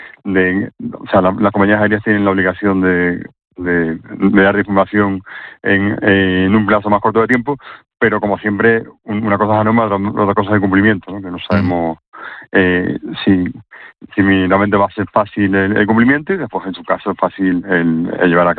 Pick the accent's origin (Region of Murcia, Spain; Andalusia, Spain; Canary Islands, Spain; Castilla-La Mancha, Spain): Canary Islands, Spain; born there; now in Spain (mainland); al ser canarios que en su momento nacimos en Canarias y que tuvimos casa en Canarias o que vivimos a casa de nuestros padres